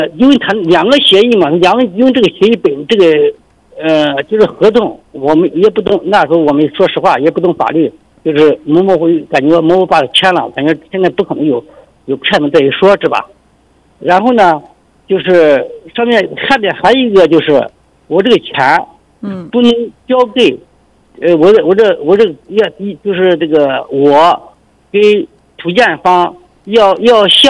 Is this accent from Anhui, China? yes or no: yes; Anhui, China; now in Xinjiang, China; 因为我们老家安徽的，跑了几千公里到这里到新疆来做生意，我没听说过你会停电。